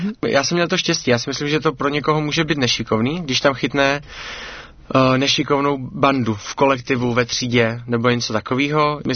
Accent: Svitávka, South Moravian Region, Czechia; also born or lived in Kuřim; now in Brno, Czechia; jsem vyrůstal tady v Kuřimi, nedaleko od Brna, tam jsme byli ale jenom chviličku a když mě bylo kolem 5, tak jsme se vlastně přestěhovali do Svitávky, což je malá vesnička Městys, která je kousek od Letovic, kam jsme právě potom s našima, když jsme se přestěhovali, začali chodit do církve.

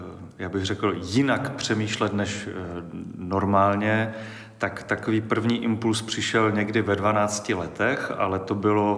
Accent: Lubina, Moravian-Silesian Region, Czechia; moved away as an adult; now in Ostrava, Czech Republic; Vyrůstal jsem většinu svého života v Lubině, což je vesnice u Kopřivnice. A opravdu je to, tenkrát za mých dětských let to byla vesnice se vším všudy

